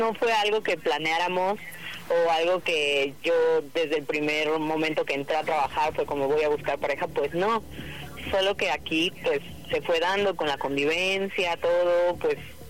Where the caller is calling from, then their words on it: Tlalnepantla, State of Mexico, Mexico; Tengo 29 y soy de Tlanepantla.